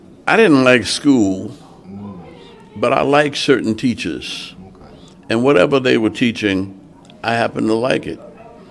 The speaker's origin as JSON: {"language": "English", "region": "Louisiana", "country": "United States", "tie": "born or raised there", "said": "Because I grew up on Dillard's campus. My mother and father went to Dillard. And I needed to get out of town"}